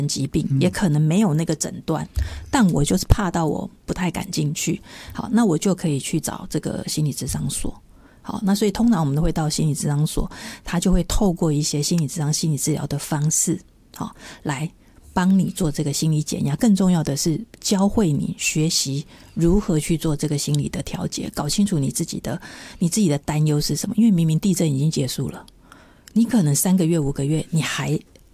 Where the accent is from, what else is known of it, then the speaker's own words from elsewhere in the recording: Taiwan; 我们台湾人有一种想法